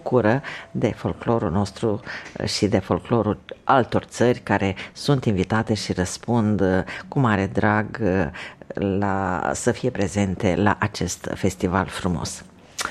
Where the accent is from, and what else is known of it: Suceava County, Romania; moved away